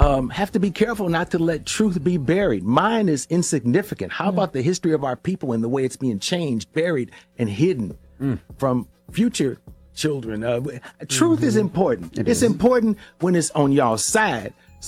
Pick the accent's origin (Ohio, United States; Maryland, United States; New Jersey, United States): Ohio, United States; Cleveland; Also, I'm from Cleveland. I grew up down the street from Jim Brown.